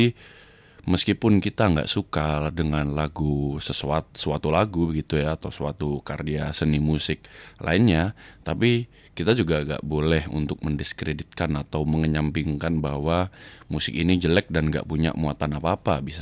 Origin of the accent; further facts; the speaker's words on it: Jember, East Java, Indonesia; kita sebagai warga Jember